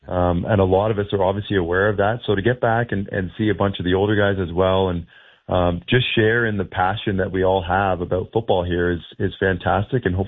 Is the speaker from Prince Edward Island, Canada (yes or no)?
no; Peterborough, Ontario, Canada; I grew up around Peterborough with a ton of lakes around there